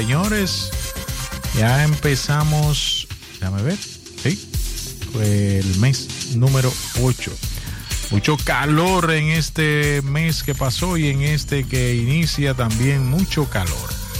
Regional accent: Higüey, La Altagracia, Dominican Republic; Yo soy de Santana, de Higüey. Ahí donde se hace una longaniza buenísima.

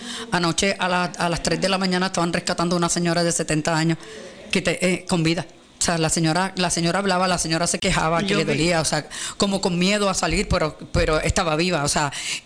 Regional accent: Puerto Rico; tenemos que demostrar que somos puertorriqueños

